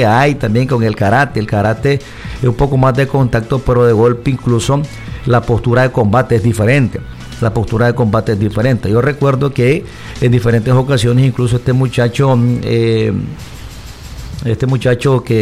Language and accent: Spanish; Nicaragua